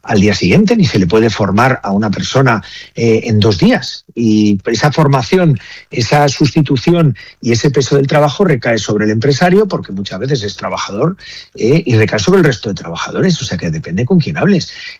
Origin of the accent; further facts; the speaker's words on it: Santa Cruz de Mudela, Castilla-La Mancha, Spain; born there; aquellos que hemos nacido en pueblos y ciudades muy ligadas a la Renfe, como somos los de Santa Cruz de Modela y los de Alcázar